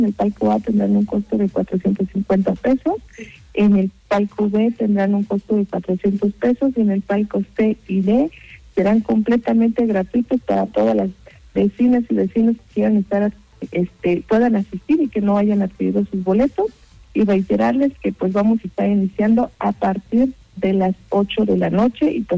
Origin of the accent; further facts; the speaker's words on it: Oaxaca, Mexico; esa calidez que nosotros como oaxaqueños tenemos.